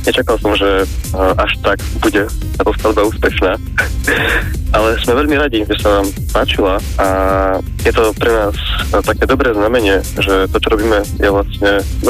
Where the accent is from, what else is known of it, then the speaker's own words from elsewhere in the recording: Humenné, Prešov Region, Slovakia; Obaja sme z Umeného.